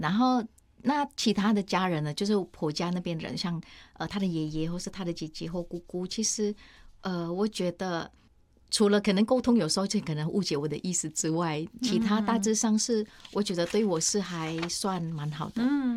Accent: Indonesia; first language Indonesian; Chinese is a second language; now in Taiwan; 我觉得原来我的母语很重要。对，印尼话其实很重要

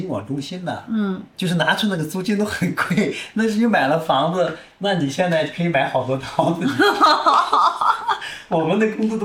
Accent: Hong Kong; now in Beijing, China; 你像你从台湾来，像我从香港过来，其实都有这经验的

